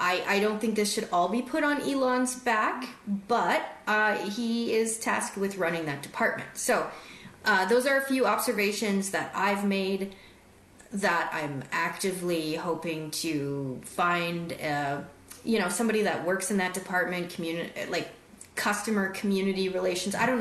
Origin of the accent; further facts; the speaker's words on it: Canada; now in United States; I'm from Canada.